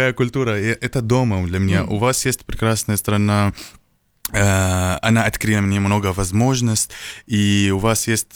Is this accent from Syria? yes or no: yes; Syria; now in United Arab Emirates; я из Сирии, живу в Эмиратах.